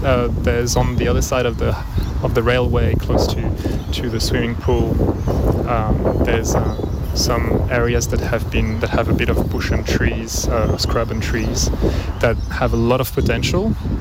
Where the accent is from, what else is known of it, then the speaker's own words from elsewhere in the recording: France; moved away as an adult; now in Brisbane, Australia; originally I'm from France with a root in Peru as well. So I am an immigrant here, but I've been in Australia for, living here for about 14 years.